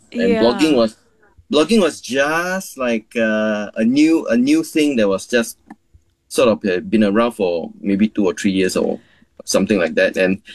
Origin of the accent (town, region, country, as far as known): Singapore; born or raised there